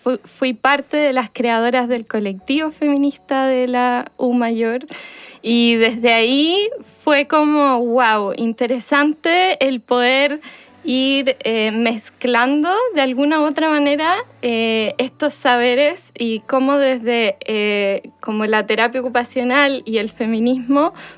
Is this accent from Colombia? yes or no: no; Villarrica, Araucanía, Chile; moved away; yo soy del sur, de Villarrica